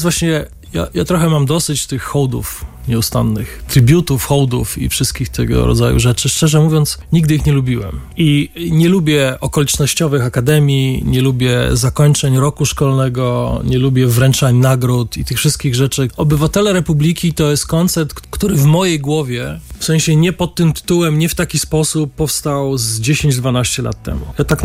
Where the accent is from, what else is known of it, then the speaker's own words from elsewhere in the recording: Silesian Voivodeship, Poland; ponieważ jestem ze Śląska, bywałem czasami na dżemach.